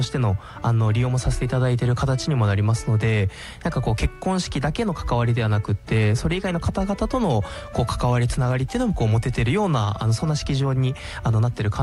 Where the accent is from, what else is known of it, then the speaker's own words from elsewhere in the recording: Gifu, Japan; 出身は岐阜になります。